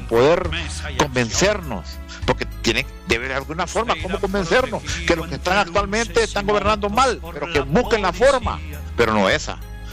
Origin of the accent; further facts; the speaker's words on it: Honduras; Hay cosas que yo como hondureño no estoy de acuerdo con el presidente.